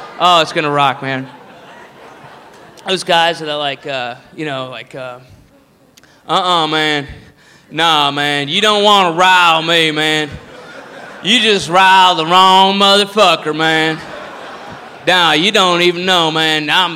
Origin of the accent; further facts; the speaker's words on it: El Paso, Texas, United States; from El Paso, Texas. Born and raised. Yeah, what do you... what do you mean my accent's funny to you? I don't know what you're saying. What are you talking about? El Paso, I never left here, you know.